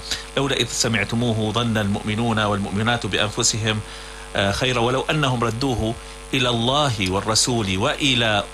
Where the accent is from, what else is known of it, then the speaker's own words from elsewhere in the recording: Syria; بلدنا سوريا الحبيبة